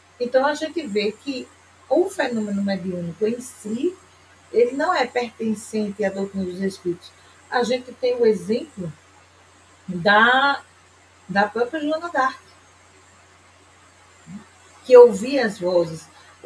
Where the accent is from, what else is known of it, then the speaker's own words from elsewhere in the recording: Pernambuco, Brazil; Nós somos de Pernambuco. Estamos atualmente em Camaragibe, Pernambuco.